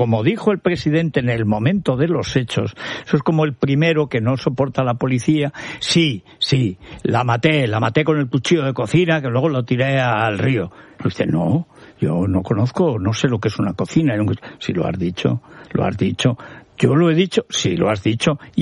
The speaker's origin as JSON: {"language": "Spanish", "town": "Teruel", "region": "Aragon", "country": "Spain", "said": "porque soy de Teruel, soy básico."}